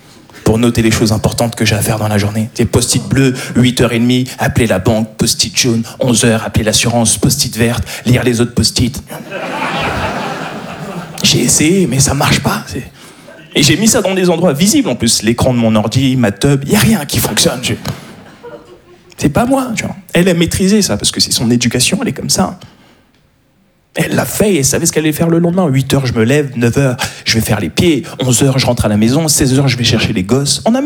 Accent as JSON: {"language": "French", "town": "Paris", "region": "Île-de-France", "country": "France", "said": "Je suis un Parisien, voilà ce que je suis."}